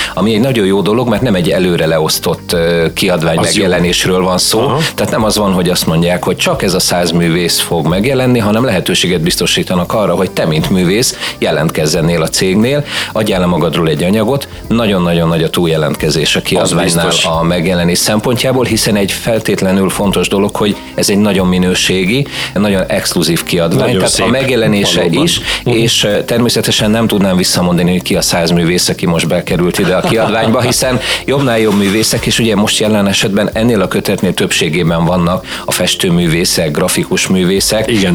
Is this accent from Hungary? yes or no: yes; Tápiószele, Pest, Hungary; Tápió Szelem, mint szülővárosom, hiszen nekem ez elengedhetetlenül fontos